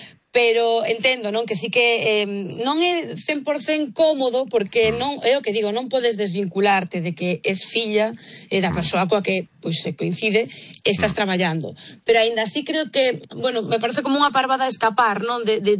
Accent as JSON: {"language": "Galician", "town": "A Coruña", "region": "Galicia", "country": "Spain", "lives_now": "Santiago de Compostela, Spain", "said": "neste caso eu son coruñesa, pero levo xa 18 anos vivindo en Compostela, co cal, pois levo os mesmos anos que vivín nunha cidade que a outra."}